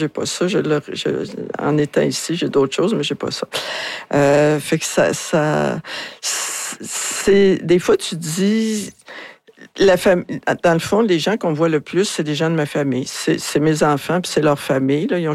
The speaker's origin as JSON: {"language": "French", "town": "Montreal", "region": "Quebec", "country": "Canada", "tie": "born or raised there", "moved": "as an adult", "lives_now": "Rouyn-Noranda, Canada", "said": "moi, je viens de Montréal."}